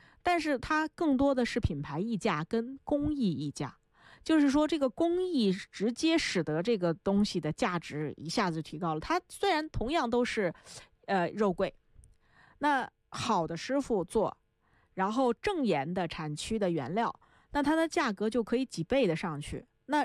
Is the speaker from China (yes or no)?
yes; China; 我们中国人拿来炖肉的东西